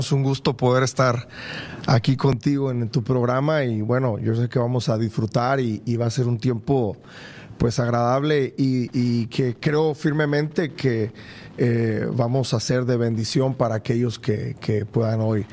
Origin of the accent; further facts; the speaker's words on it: Culiacán, Sinaloa, Mexico; born there; yo soy de una ciudad un poquito conocida en el mundo. Yo soy de Culiacán, Sinaloa.